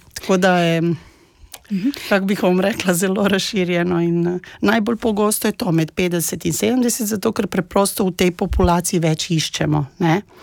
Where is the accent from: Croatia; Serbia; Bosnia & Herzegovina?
Serbia; Belgrade; now in Maribor, Slovenia; jaz prihajam iz Beograda, iz Srbije